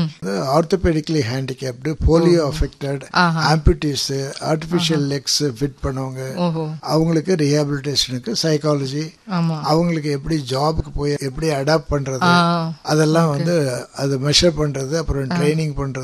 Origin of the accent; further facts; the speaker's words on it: Villupuram, Tamil Nadu, India; also born or lived in Chidambaram; Native வந்து எனக்கு விழுப்புரம், படிச்சது அண்ணாமலை பல்கலைக்கழகம்.